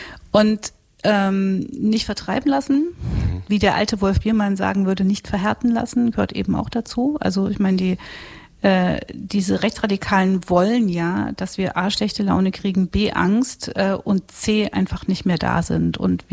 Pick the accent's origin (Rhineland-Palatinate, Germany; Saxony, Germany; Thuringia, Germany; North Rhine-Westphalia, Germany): Thuringia, Germany; Gotha; ich bin in Gotha aufgewachsen, in Thüringen